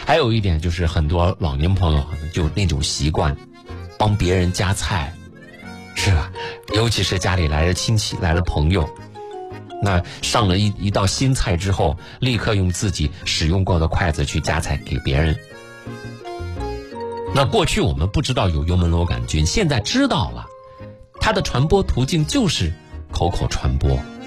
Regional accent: China

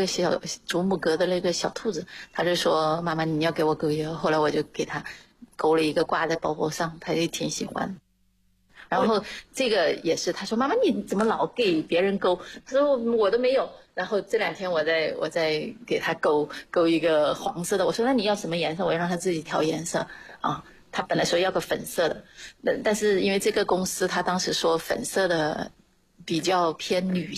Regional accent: Hunan, China; moved away as an adult; now in Shenzhen, China; 我老家湖南的，因为是毕业了之后就直接来深圳了。当时是想的来深圳干2年就回去的，后来就在深圳安家落户了。就一直待在这里。

